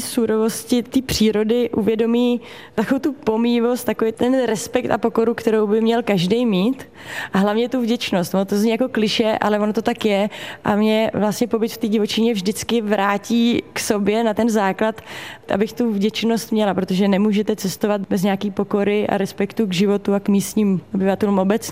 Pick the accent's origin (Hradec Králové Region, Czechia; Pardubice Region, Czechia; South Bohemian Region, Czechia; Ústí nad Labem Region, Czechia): Pardubice Region, Czechia; Ústí nad Orlicí; born there; Já si strašně vážím toho, že jsem z Čech, že jsem se narodila tam, kde jsem se narodila, u Ústí nad Orlicí.